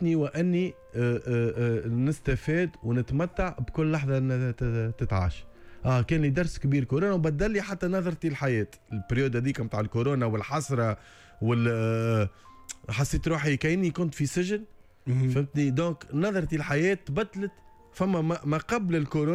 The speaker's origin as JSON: {"language": "Arabic", "country": "Tunisia", "said": "انا تونسي برشا"}